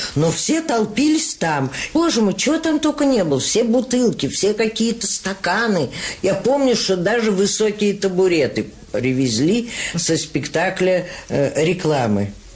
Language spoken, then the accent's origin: Russian; Siberia, Russia; moved away; поскольку я сибирячка.